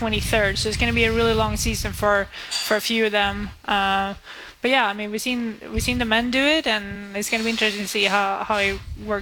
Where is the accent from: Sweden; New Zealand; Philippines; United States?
Sweden; moved away; I know there was a lot of people from my hometown in Sweden who came